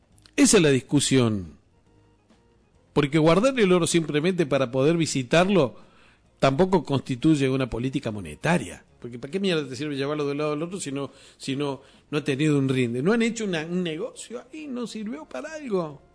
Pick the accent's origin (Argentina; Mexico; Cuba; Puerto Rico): Argentina; estamos en la Argentina